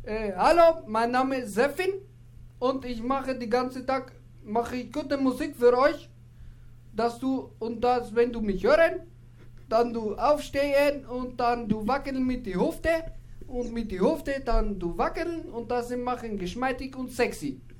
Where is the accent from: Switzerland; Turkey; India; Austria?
Turkey; German is a second language; now in Ismaning, Germany; Komm ich aus Türkei?